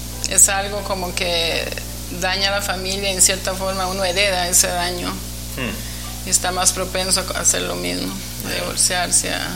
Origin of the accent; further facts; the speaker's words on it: San José, Costa Rica; yo nací en San José, Costa Rica. Uh-huh. Y somos 7 hermanos. Yo soy la número 3 y crecí en un ambiente campesino.